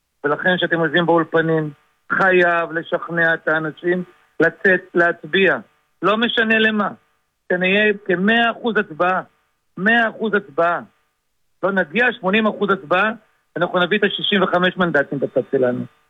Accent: Hadera, Haifa District, Israel; גם אני גדלתי בגבעת אולגה.

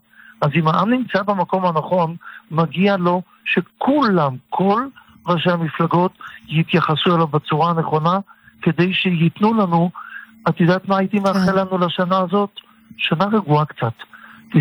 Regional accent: Tel Aviv, Tel Aviv District, Israel; born there; אני יליד תל אביב

